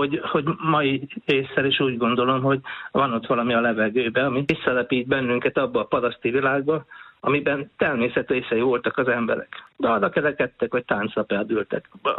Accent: Hungary; born there; Túl kevén születtem, és itt kezdődött.

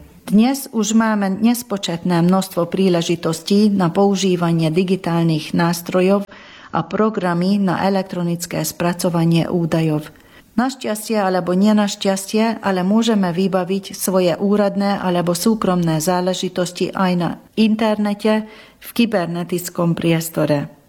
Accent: Lucina, Nógrád, Hungary; also born or lived in Budapest; now in Salgótarján, Hungary; Moja rodná dedina je Lucina, slovenská národnostná dedina tu na Maďarsku. A moja celá rodina rozumie, hovorí po slovensky.

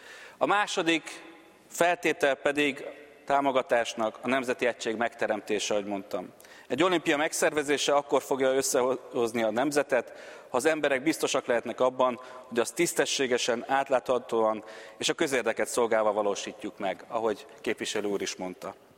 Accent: Hungary; Ezekben a pillanatokban egyszerűen magyarok vagyunk.

